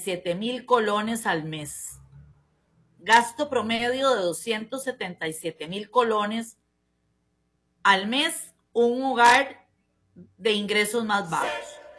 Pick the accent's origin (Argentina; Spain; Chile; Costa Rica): Costa Rica; nosotros, que somos el pueblo de Costa Rica